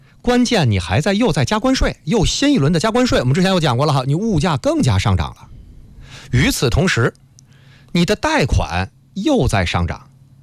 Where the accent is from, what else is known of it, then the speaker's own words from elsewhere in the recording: China; 这个兵者国之大事也呀，这是我们中国人的祖训啊